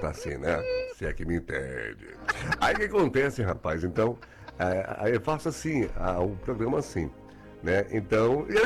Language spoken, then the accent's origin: Portuguese; Rio de Janeiro, Brazil; Deixa eu ver. Eu sou do Rio de Janeiro.